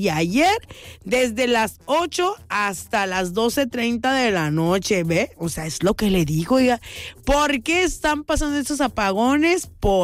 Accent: Guanajuato, Mexico; moved away; Soy nacida en Guanajuato, ¿verdad? Ahí nacida y ahí crecida

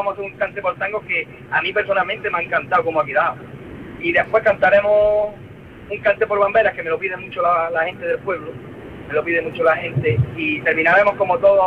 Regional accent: Salobreña, Andalusia, Spain; born or raised there

